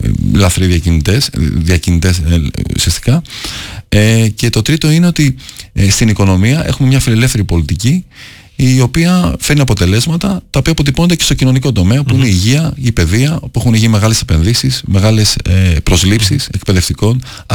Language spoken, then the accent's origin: Greek; Athens, Attica, Greece; Μεγαλώσαμε στην Αθήνα. Αγαπάω πάρα πολύ τον τόπο μου στην Καβάλα.